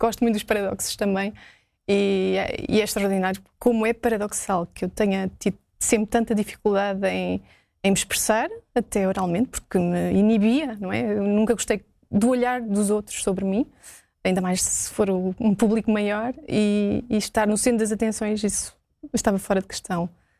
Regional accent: Portugal; born there; Nasci em Portugal, eu vim nascer de propósito a Portugal, porque os meus pais estavam em França nessa

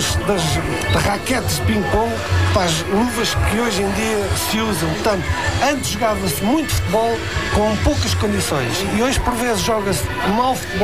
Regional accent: Mafra, Lisbon, Portugal; born there; also born or lived in Castelo Branco; Portanto, fui com 6 anos para Mafra. Não deixo de ser mais chaloido que albicastrense, não renego as minhas origens

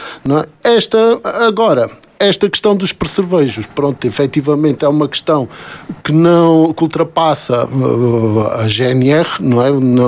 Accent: Portalegre, Alentejo, Portugal

